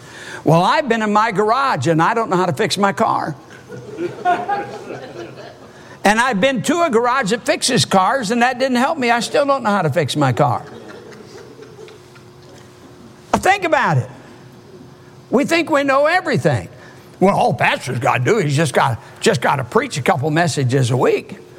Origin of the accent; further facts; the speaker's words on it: Michigan, United States; Now, as many of you know, I'm from Michigan. Being from Michigan, I happen to be a lifelong Detroit Lions football fan.